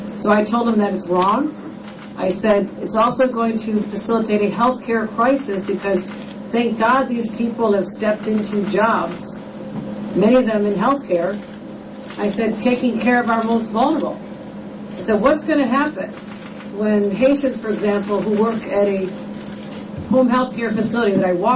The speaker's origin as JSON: {"language": "English", "region": "New York", "country": "United States", "said": "I, as a New Yorker, New York governor, with the legislature, provide for law enforcement"}